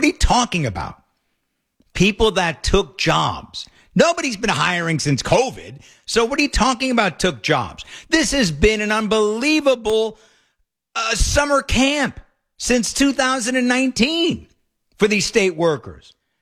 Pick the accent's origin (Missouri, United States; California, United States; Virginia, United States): California, United States; As a taxpayer, as a Californian